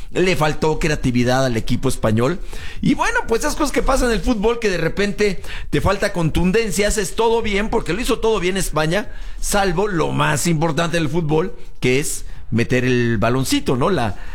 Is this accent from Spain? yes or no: no; Mexico; Bueno, o sea, de mi corazón, yo soy de acá.